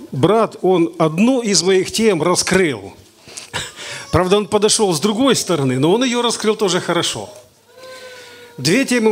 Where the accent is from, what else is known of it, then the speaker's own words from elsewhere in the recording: Mariupol, Donetsk Oblast, Ukraine; moved away as an adult; now in Belgorod, Russia; Я из Мариуполя. Семья моя из Мариуполя. В 23-м году после всех этих событий мы переехали в Белгород.